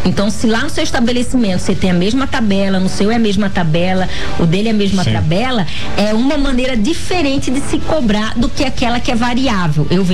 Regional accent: Corumbá, Mato Grosso do Sul, Brazil; born there; eu sou corumbaense

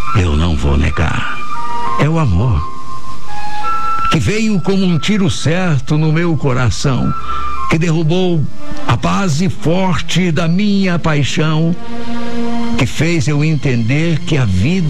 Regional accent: Campo Grande, Mato Grosso do Sul, Brazil; born there; also born or lived in Bandeirantes, Mato Grosso do Sul; Agora, minha mãe me trouxe para estudar menino e eu aqui, constituí família aqui, me fiz profissional aqui, aqui nasceu minhas filhas, então eu sou campograndense de coração, não posso negar isso.

